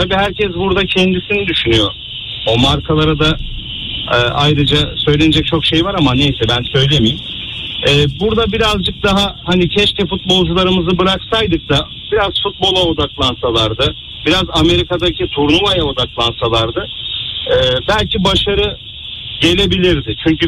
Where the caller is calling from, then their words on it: Istanbul, Turkey; İstanbul'dan katılıyorum programa.